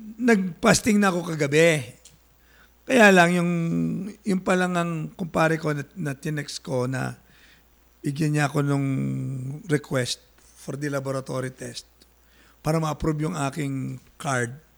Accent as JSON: {"language": "Tagalog", "area": "Batangas", "region": "Calabarzon", "country": "Philippines", "moved": "yes", "said": "ang tawag sa amin sa Batangas noon"}